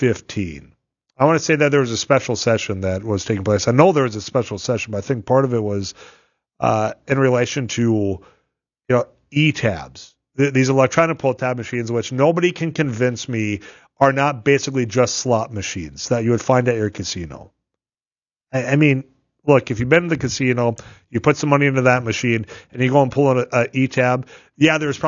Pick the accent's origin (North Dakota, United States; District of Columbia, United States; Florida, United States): North Dakota, United States; people don't have to drive 30 miles from my hometown, or I guess 40, because you got to go down, Highway 20, going south to Devil's Lake there.